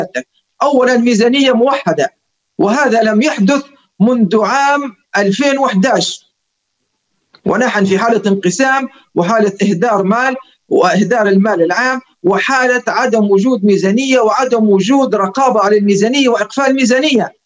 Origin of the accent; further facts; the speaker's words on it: Libya; نحن كصحافة ليبية وكصحافة وطنية